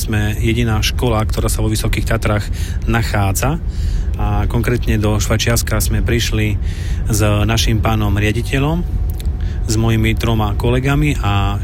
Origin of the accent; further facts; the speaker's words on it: Slovakia; German is a second language; Wir waren bei Wettbewerb in Poland, Čechaj, Turkaj, Švýcerland und auch bei uns zu Hause in der Slowakei waren wir bei viele Wettbewerbe.